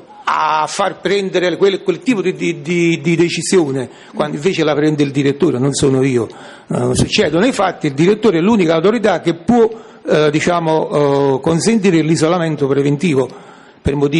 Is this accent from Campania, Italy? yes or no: yes; Cellole, Campania, Italy; io sono di Cellole, quindi sarebbe 15 chilometri.